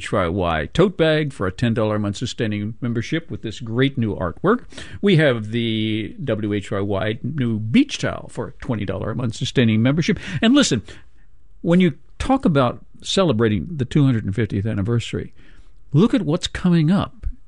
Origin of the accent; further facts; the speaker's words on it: Shenandoah Valley, Virginia, United States; I grew up poor in the Shenandoah Valley, Virginia. Gorgeous location. Ideal. Paradise. But we were very poor.